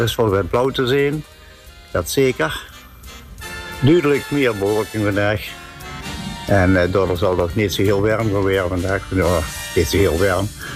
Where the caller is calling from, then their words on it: Grashoek, Limburg, Netherlands; vanuit de Graashoek.